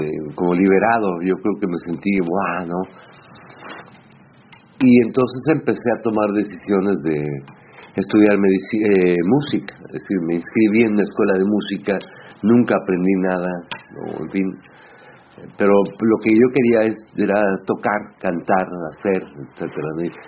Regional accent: Tulancingo, Hidalgo, Mexico; en mi ciudad natal, en Tulancingo, Hidalgo, México.

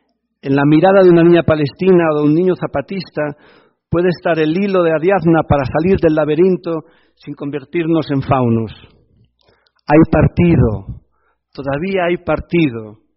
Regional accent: Galicia, Spain; Y eso que soy más gallego que el padre de Manolito en las historias de Mafalda.

